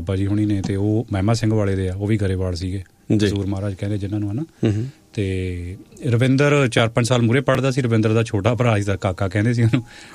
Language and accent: Punjabi; Narangwal, Punjab, India; ਹਾਂ ਮੇਰਾ ਪਿੰਡ ਨਾਰੰਗਵਾਲ ਕਿਉਂਕਿ ਸਾਡੇ ਪਿੰਡ ਤੋਂ 4 ਕਿਲੋਮੀਟਰ ਸਾਡਾ ਸਕੂਲ 8ਵੀਂ ਤੱਕ ਸੀ